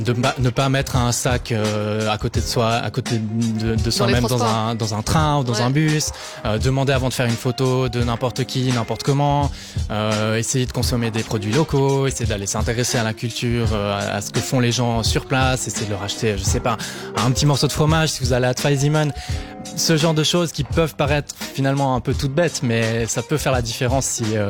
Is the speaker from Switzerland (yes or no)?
yes; Switzerland; ça me fait tellement rêver en tant que Suisse